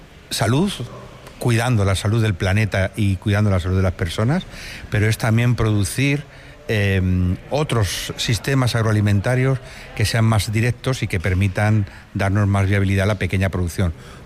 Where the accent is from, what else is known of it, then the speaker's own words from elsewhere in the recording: Casas del Castañar, Extremadura, Spain; Pues mi pueblo, Casas del Castañar, forma parte de la comarca del Valle del Jerte.